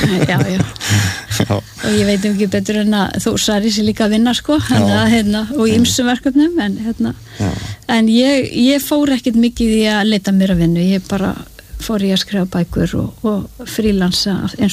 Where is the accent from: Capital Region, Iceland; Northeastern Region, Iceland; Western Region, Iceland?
Capital Region, Iceland; Kópavogur; ég, þú veist ólst upp í Kópavogi, ég ólst ekki upp í litlu fiskiþorpi